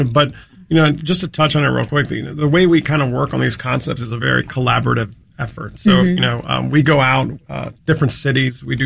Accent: Montgomery County, Maryland, United States; we were born and raised in Montgomery County.

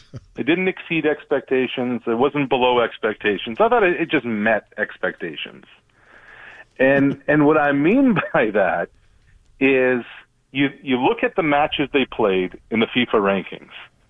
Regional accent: Truro, Nova Scotia, Canada; moved away; Turo, Nova Scotia, my hometown.

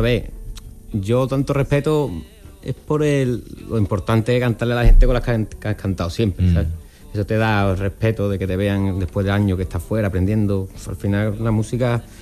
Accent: Seville, Andalusia, Spain; moved away as an adult; now in Madrid, Spain; vuelvo a casa, que ya llevo un año viviendo en Madrid

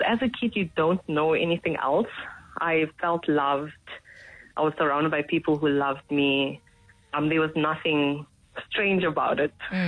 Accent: South Africa; also born or lived in Thailand; I was then fostered by my mother, Vanessa's best friend, and brought to South Africa and raised here.

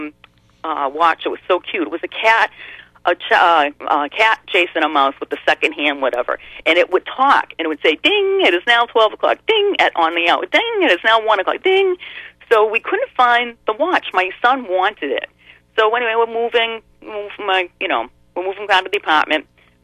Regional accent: Webster, Massachusetts, United States; And it was on the news the next day, because I'm from Webster. WSO was in Southbridge, and it was on the radio the next day.

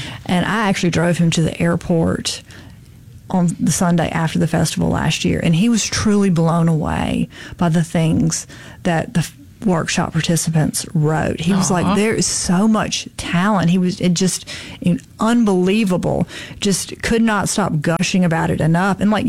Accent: Mississippi, United States

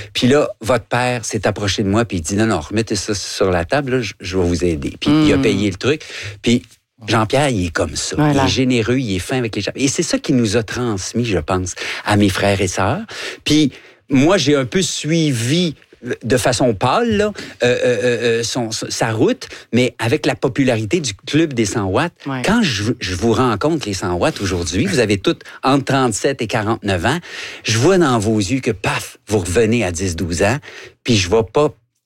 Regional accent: Guadeloupe; Ça vient un peu de la Guadeloupe, mais quand j'étais jeune en Guadeloupe, c'est que je travaillais sur une plage.

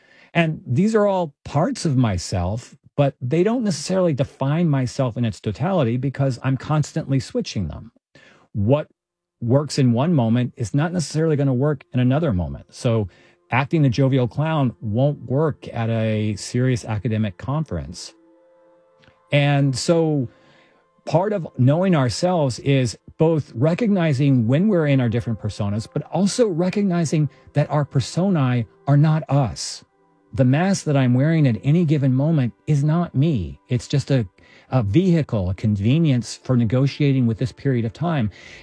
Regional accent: Houston, Texas, United States; one of my favorite stories about this is I grew up in Texas, and even though I grew up in Houston, I never felt a strong identity of Texan.

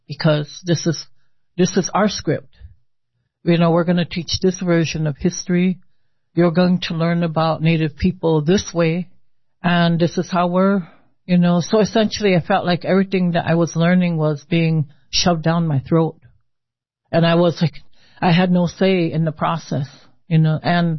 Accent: Lincoln, Nebraska, United States; I was born in Lincoln, Nebraska, and I would say from 0 to 5, I was pretty much immersed in Omaha culture. And so when my family first moved to Lincoln, it was for jobs. You know, my grandparents were living there when I was born.

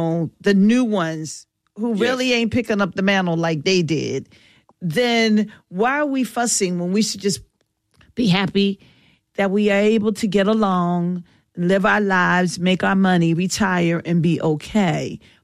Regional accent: Philadelphia, Pennsylvania, United States; Philly, you know.

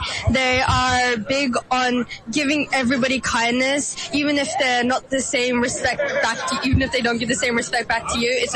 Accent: Australia; Yes, I'm born and raised here all my life.

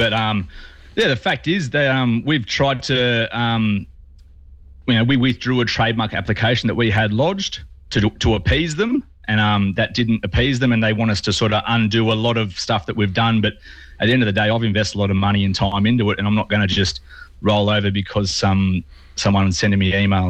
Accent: Warren, New South Wales, Australia; moved away; me and my cousin Spud, we're both from Warren originally, which is a bit further west of Dubbo.

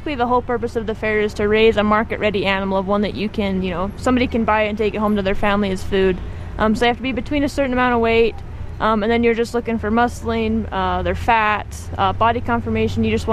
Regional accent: Woodruff, Utah, United States; moved away as an adult; now in Coalville, United States; I'm the 4-H coordinator here in Summit County. I've been here about 3 years. I grew up over in Woodruff, Utah, so Rich County, not too far away. Grew up on my family's cow-calf ranch.

